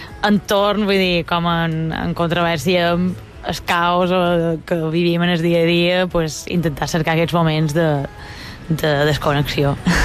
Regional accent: Lloret de Vistalegre, Balearic Islands, Spain; moved away; les festes de Sant Domingo, que són les festes de Lloret, del meu poble

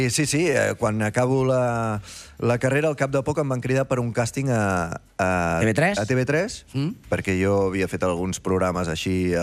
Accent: Berga, Catalonia, Spain; Jo sóc de Berga

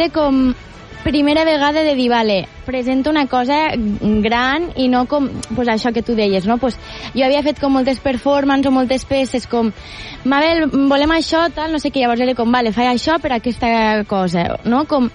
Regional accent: Lleida, Catalonia, Spain; Soc de Lleida.

